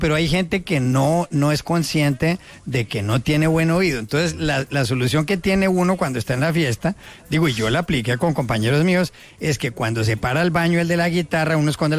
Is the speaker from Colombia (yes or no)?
yes; Colombia; siendo uno colombiano